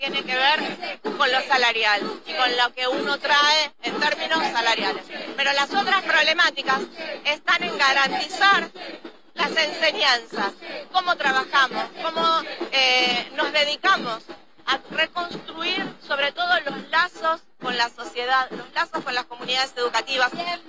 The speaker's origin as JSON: {"language": "Spanish", "town": "Quilmes", "region": "Buenos Aires Province", "country": "Argentina"}